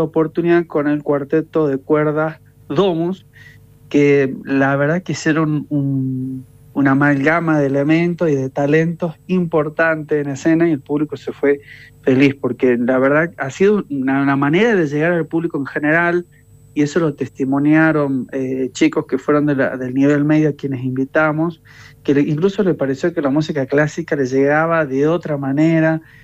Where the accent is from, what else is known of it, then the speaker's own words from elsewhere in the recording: Jujuy, Argentina; a todas las personas que llegan a nuestra provincia, le digo, son un jujeño más